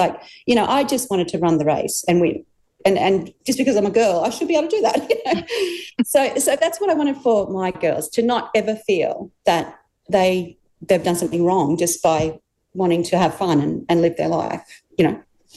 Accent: Moranbah, Queensland, Australia; my growing up in Moranbah really had a big impact on me, and I always thought growing up in Moranbah was a very positive experience.

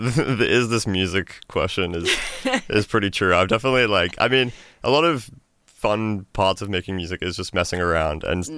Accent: Gold Coast, Queensland, Australia; moved away as an adult; now in Brisbane, Australia; I'm from the Gold Coast

